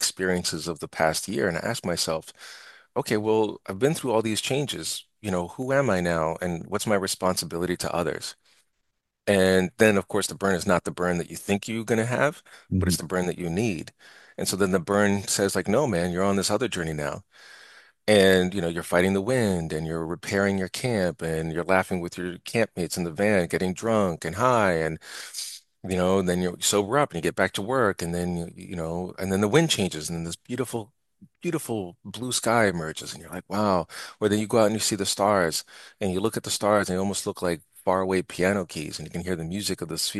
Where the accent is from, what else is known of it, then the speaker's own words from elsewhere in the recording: New York City, New York, United States; born there; moved away; I came back to New York, and I was born in New York, raised in and out of New York. And I came back in August 2001 to go to a graduate center.